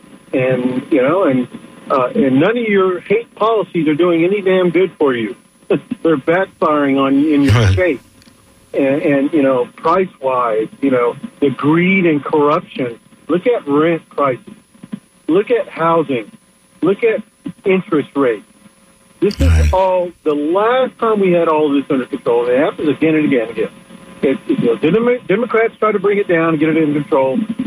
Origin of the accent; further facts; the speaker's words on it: Oklahoma, United States; moved away as an adult; Yeah, I'm from Oklahoma originally, transferred here in 92.